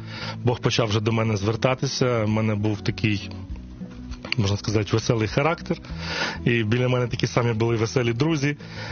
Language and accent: Ukrainian; Kyiv, Ukraine; Народився я в місті Києві. Так сказати, батьки мої народилися тут, і дідусі з бабусями, то я, можна сказати, корінний київлянин.